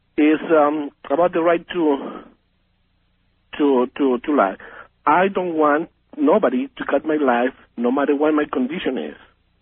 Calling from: Bakersfield, California, United States; from Bakersfield.

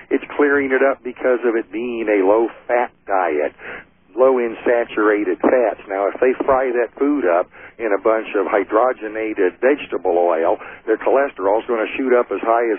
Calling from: California, United States; Northern California.

